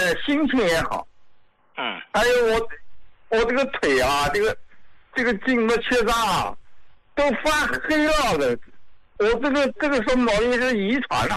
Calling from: Nanjing, Jiangsu, China; 你好，吴老，我是南京的胡家老高的受用者。

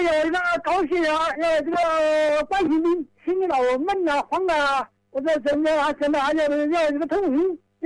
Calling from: Xiantao, Hubei, China; 我是仙桃国火镇。

